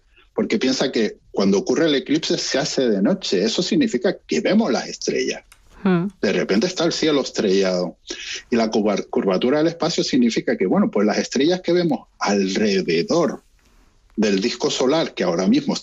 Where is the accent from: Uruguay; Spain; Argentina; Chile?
Spain; Canary Islands; accent: Canarian; now in Norway; Bueno, verán en mi tono que soy canario, pues soy un canario uh-huh. emigrado al polo desde hace, pues llevo aquí desde 11 años.